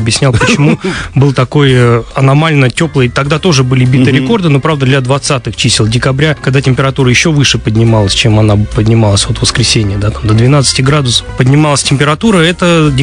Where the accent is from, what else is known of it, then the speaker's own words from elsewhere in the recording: Moscow, Russia; мы все, москвичи